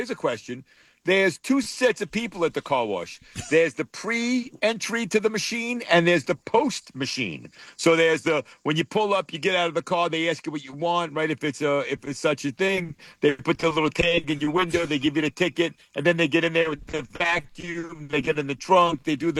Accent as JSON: {"language": "English", "town": "Brooklyn", "region": "New York", "country": "United States", "said": "Wendy, I'm from Brooklyn, Staten Island. We tipped the toll booth collector."}